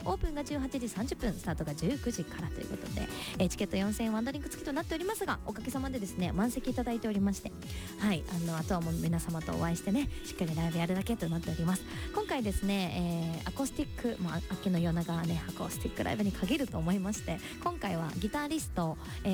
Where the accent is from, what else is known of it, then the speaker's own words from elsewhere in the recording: Hyuga, Miyazaki, Japan; moved away; 私の地元宮崎県日向市